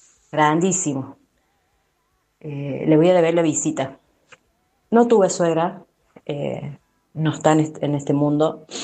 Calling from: Córdoba, Argentina; accent: cordobés; de Córdoba.

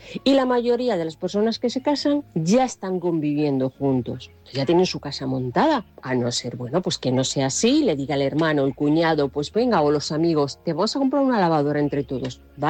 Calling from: Toledo, Castilla-La Mancha, Spain; de Toledo.

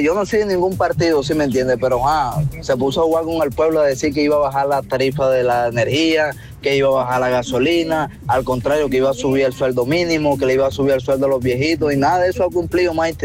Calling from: Colombia; Pues aquí yo vivo en Villa Olímpica

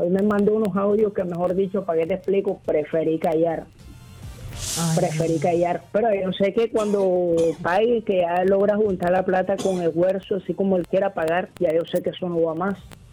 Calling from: Soledad, Atlántico, Colombia; de la ciudad de Barranquilla, municipio Soledad.

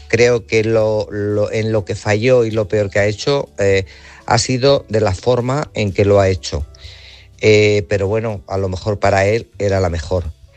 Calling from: Guadalajara, Castilla-La Mancha, Spain; Buenas noches, Álvaro, corresponsales y oyentes. … de Guadalajara.

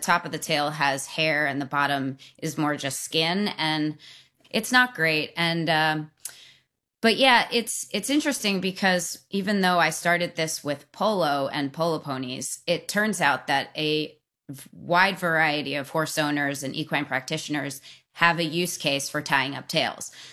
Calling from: Indio, California, United States; I'm calling from Indio, California

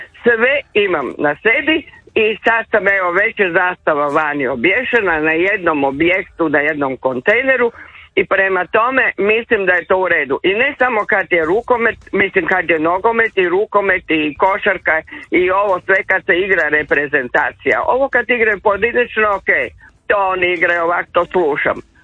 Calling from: Croatia

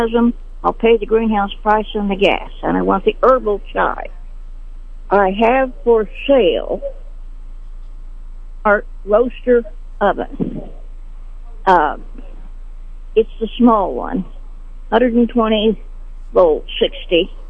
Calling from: Sedalia, Missouri, United States; Okay, I'm calling from Sedalia.

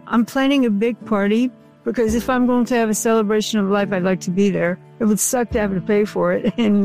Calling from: Tampa, Florida, United States; I am calling from Tampa, Florida.

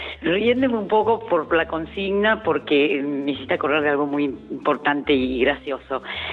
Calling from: Lomas de Zamora, Buenos Aires Province, Argentina; yo vivo en Lomas, 2 cuadras de la estación.

